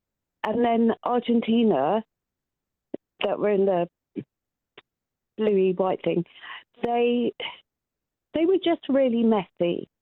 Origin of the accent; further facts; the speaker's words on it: United Kingdom; I'm sorry, I'm British.